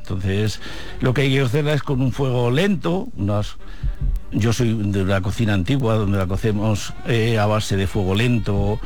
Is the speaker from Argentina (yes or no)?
no; Mora, Castilla-La Mancha, Spain; yo soy de Mora, de Toledo exactamente, y allí en clase, chavales, éramos tres.